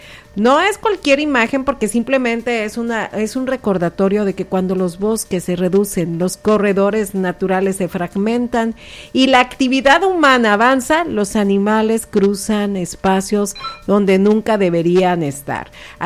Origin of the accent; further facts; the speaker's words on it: Nayarit, Mexico; Así somos los nayaritas.